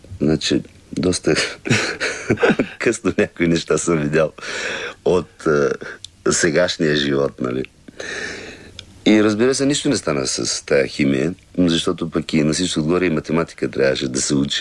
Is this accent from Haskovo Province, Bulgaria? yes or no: no; Elhovo, Yambol Province, Bulgaria; moved away as an adult; Това се случи в Елхово, там някъде е станало началото. И доста дълго време се чувствах много добре в моя роден град. Някъде около 18-19 години живях там.